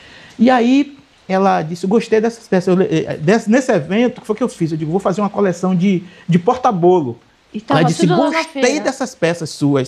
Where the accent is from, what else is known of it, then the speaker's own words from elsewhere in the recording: Ituberá, Bahia, Brazil; Eu digo: eu sou … E de onde? Eu sou de Ituberá.